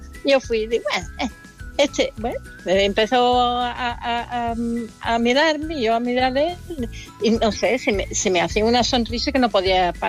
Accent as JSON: {"language": "Spanish", "region": "England", "country": "United Kingdom", "second_language": "Spanish", "said": "yo soy inglesa, pero puedo hablar en cateto español si quieren."}